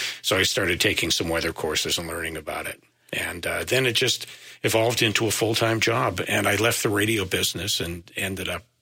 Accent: Calgary, Alberta, Canada; I think we're both Calgarians, right, Jimmy?

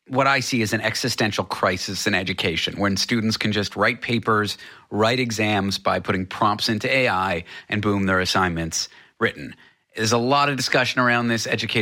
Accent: Canada; I'm a Canadian citizen

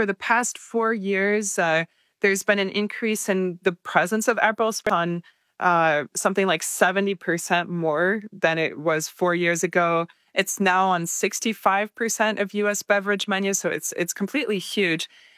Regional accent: Paris, Île-de-France, France; moved away

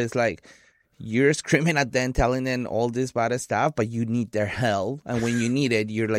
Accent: Colombia; I come from Colombia, and in Colombia, we have this issue way more often than here.

